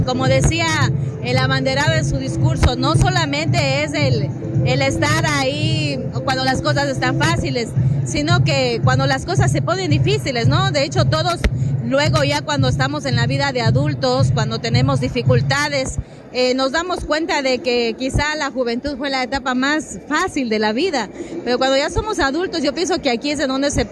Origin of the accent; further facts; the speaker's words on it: Ecuador; Entonces es un día para recordar que somos ecuatorianos, que tenemos también valores patrios